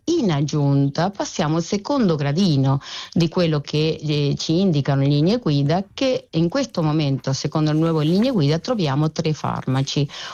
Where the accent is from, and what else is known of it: Argentina; born or raised there